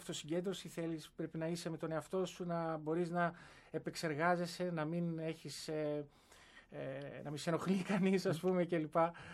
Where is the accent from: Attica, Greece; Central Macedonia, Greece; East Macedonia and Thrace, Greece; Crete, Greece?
Attica, Greece; Athens; Στην Αθήνα.